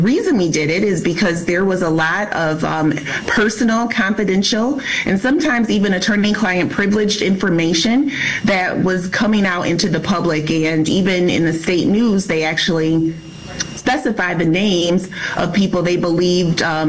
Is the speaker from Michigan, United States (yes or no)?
yes; Muskegon, Michigan, United States; I'm from Muskegon, Michigan.